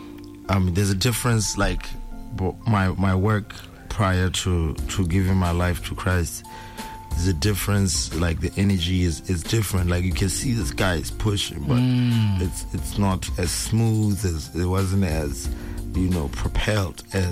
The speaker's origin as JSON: {"language": "English", "country": "Botswana", "said": "I'm from Tamaga."}